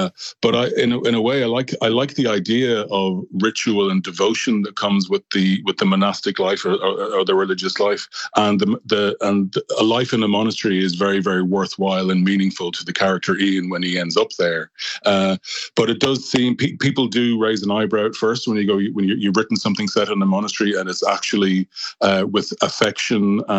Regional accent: Dublin, Leinster, Ireland; accent: Dublin; now in Glasgow, United Kingdom; talking to you from Glasgow today, where I work at a university, the University of Strathclyde. But my accent is very much from Dublin, and I imagine that I'm culturally Irish still.

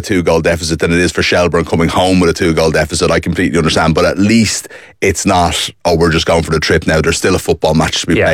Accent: Ireland; but God, as an Irish sports fan, there's just something disappointing.

